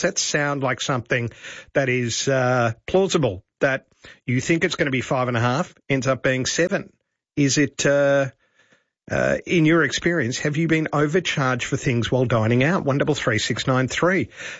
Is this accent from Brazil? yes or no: no; Mildura, Victoria, Australia; A big chunk of my childhood was spent in Mildura